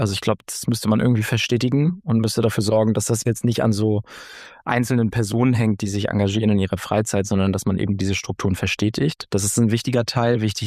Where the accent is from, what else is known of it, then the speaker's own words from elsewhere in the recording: East Germany, Germany; Und ich glaube aber nicht, dass ich mir als Ostdeutscher darüber leichter klar werden kann als jemand aus Westdeutschland.